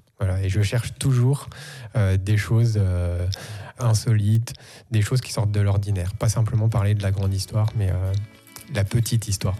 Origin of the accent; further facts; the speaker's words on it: Neufchâteau, Grand Est, France; Alors moi, je suis né à Neufchâteau. Je suis un vrai néo-castrien.